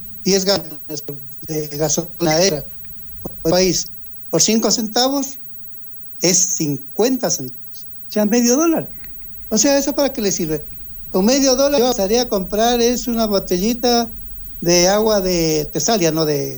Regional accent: Ecuador

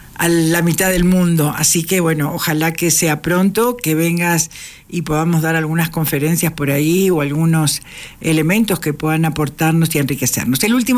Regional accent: Ecuador; todavía aún después de tantos años y siendo ecuatoriana, teniendo las dos nacionalidades, pegan y cuestan, ¿no?

